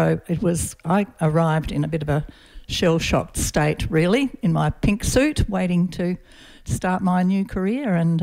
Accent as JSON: {"language": "English", "town": "Adelaide", "region": "South Australia", "country": "Australia", "said": "Yeah, I came from Adelaide. We lived in the Adelaide Hills, so it was a cultural and physical shock coming from a green place to a very dry, arid town"}